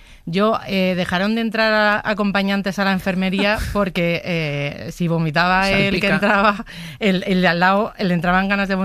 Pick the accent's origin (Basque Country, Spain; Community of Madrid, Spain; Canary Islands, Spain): Community of Madrid, Spain; Madrid; Y porque soy de Madrid.